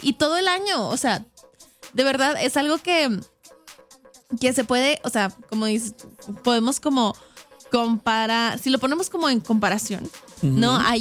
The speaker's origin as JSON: {"language": "Spanish", "region": "Chihuahua", "country": "Mexico", "said": "yo soy chihuahuense."}